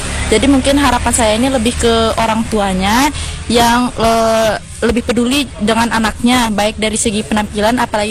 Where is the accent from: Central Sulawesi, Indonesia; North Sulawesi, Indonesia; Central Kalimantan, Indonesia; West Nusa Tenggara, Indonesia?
West Nusa Tenggara, Indonesia; Sumbawa; saya dari Sumbawa.